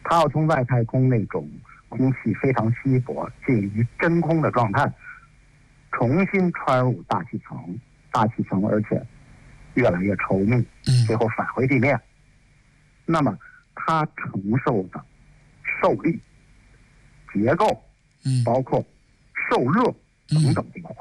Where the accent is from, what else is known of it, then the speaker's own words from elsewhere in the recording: China; 两种路径，那我们中国人尝试了第三种技术路径，